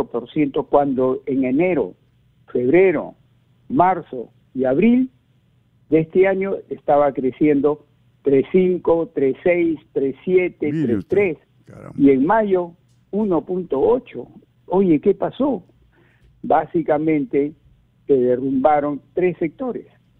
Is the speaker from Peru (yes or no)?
yes; Peru; ya somos los peruanos